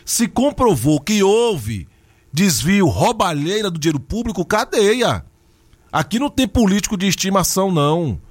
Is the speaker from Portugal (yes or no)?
no; Brazil; eu sou brasileiro